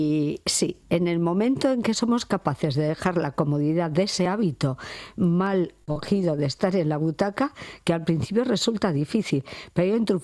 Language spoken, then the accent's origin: Spanish; Santurtzi, Basque Country, Spain; aquí una santurchiarra.